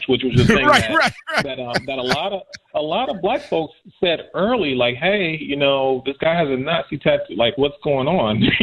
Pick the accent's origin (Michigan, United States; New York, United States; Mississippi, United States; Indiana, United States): Michigan, United States; now in Washington, D.C., United States; my home state of Michigan